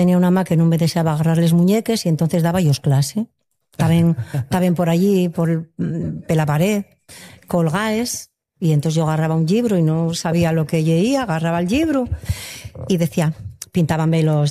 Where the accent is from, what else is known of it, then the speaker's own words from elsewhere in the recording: Avilés, Asturias, Spain; Conocieronse aquí, bueno, yo nací aquí, nací en Avilés, soy avilesina, soy asturiana como la que más.